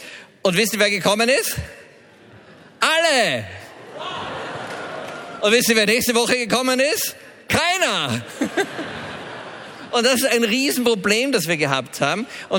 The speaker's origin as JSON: {"language": "German", "country": "Austria", "said": "ich bin auch aus Österreich. … bin Unternehmer in Salzburg"}